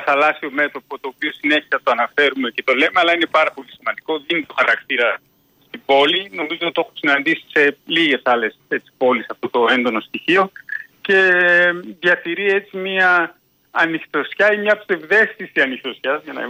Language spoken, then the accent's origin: Greek; Thessaloniki, Central Macedonia, Greece; Όντως μεγάλωσα και γεννήθηκα εδώ, πήγα σχολεία εδώ, στη Θεσσαλονίκη, μεγάλωσα στην περιοχή της ανάληψης.